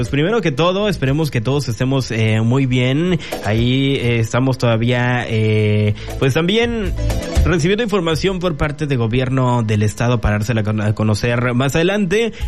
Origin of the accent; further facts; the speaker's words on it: Mexico; ya saben cómo somos los mexicanos